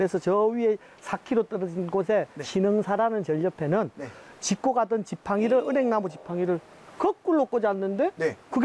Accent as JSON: {"language": "Korean", "town": "Hadong", "region": "South Gyeongsang", "country": "South Korea", "tie": "born or raised there", "said": "여기가 제 고향이에요."}